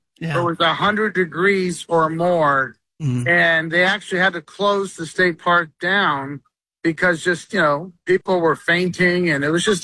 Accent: Pennsylvania, United States; I was raised in Pennsylvania, so I'm like, represent.

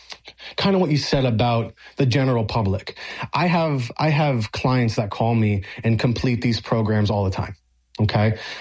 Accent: Miami, Florida, United States; born or raised there

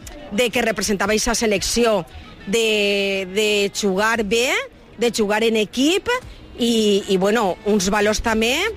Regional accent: Canals, Valencian Community, Spain; jo la final la vaig viure en Xella perquè sóc de la Canal.

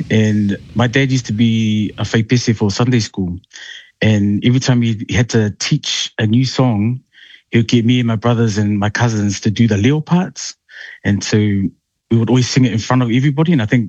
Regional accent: Aunu'u, Eastern District, American Samoa; and I come from the mighty villages of Lutu Anu'u

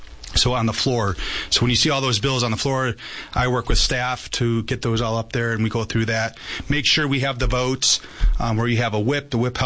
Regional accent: Chicago, Illinois, United States; Well, I was born in Chicago, mm-hmm. Park Ridge, at least the hospital. Anyways, but I lived most of my life in Chicago. My mom moved me up with my grandmother when I was in third grade.

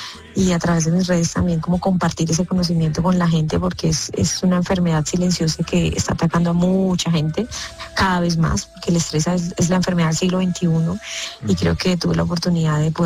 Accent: Caribbean Region, Colombia; Guineo verde, venteado. Yo soy costeña, entonces como guineo verde venteado.

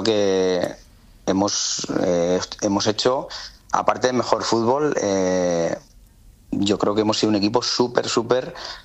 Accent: Spain; y como español pues sientes orgullo

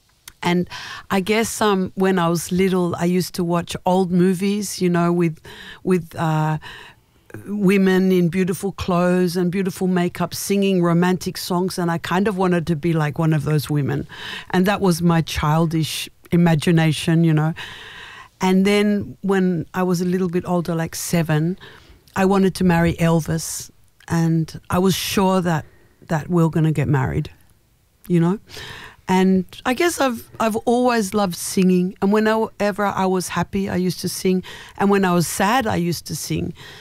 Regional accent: Australia; us Australians are very receptive to different influences

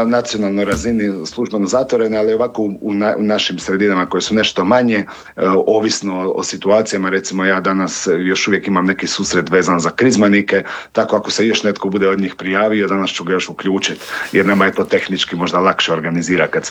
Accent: Vela Luka, Dubrovnik-Neretva County, Croatia; a ovdje kod nas na jugu, ne znam, kod mene, ja sam možda slični tom duhu, kod nas u Veloj Luci, samo u Veloj Luci

